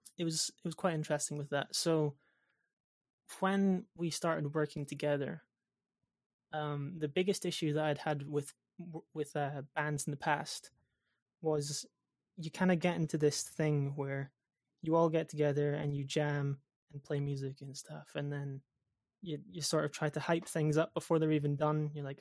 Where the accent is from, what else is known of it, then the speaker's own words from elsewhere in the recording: Aberdeen, Scotland, United Kingdom; I grew up in Aberdeen, Scotland, which is currently where I'm still living. It's a nice place. It's very grey.